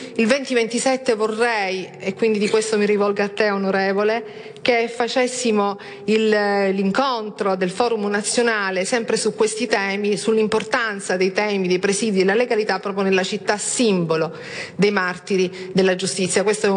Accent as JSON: {"language": "Italian", "town": "Palermo", "region": "Sicily", "country": "Italy"}